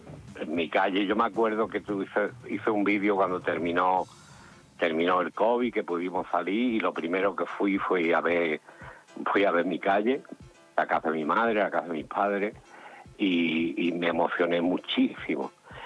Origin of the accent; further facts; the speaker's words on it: Nerja, Andalusia, Spain; born there; en esa habitación nacimos todos, mis hermanos y yo, porque nacimos todos aquí en Nerja, no fuimos a ningún hospital ni nada. Mi madre nos tuvo todo ahí